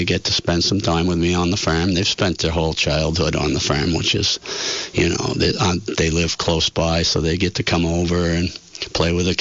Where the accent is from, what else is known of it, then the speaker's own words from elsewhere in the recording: Barre, Vermont, United States; Grew up in Barrietown. I was born in Barrie City Hospital, which no longer exists. I'm the fifth generation, and my son and my grandson live on the farm with me.